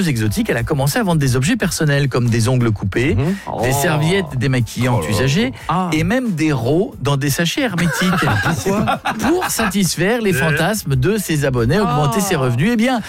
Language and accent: French; Marle-sur-Serre, Hauts-de-France, France; Dans l'Aisne. Je vais vivre jusqu'à 102 ans.